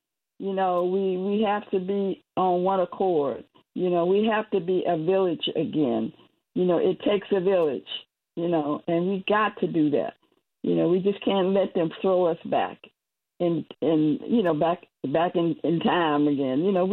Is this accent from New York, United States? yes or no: yes; New York, United States; I grew up in New York, too. So, you know, in Harlem.